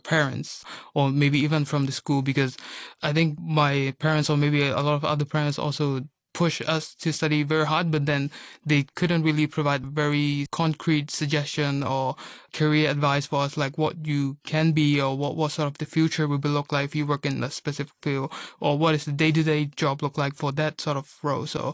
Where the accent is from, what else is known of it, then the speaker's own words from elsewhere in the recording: Hong Kong; I studied in local Chinese school in both primary and secondary school. So I think I was quite fluent in Cantonese